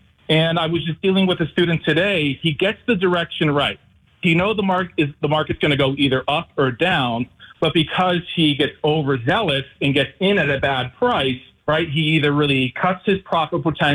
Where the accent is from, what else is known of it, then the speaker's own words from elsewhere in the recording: Connecticut, United States; now in Dallas, United States; I grew up in Connecticut, just right there on the New York border. And I come from a big extended family